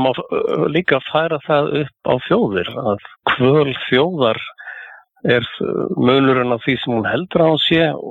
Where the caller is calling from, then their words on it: Värmland, Sweden; ég er í Varmlands léni.